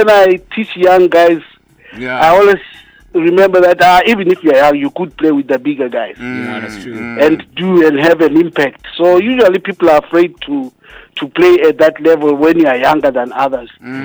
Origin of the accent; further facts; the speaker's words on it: Zimbabwe; now in Lesotho; So, Zimbabwe, I was growing up in Kwadim.